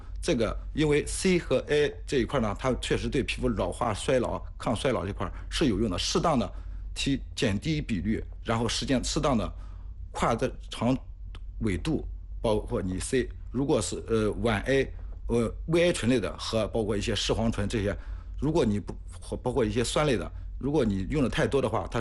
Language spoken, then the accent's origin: Chinese; China